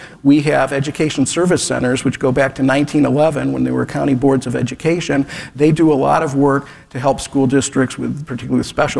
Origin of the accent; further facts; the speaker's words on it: Cleveland Heights, Ohio, United States; And like I said, I grew up in Cleveland Heights. I know that there's not a lot of commercial property.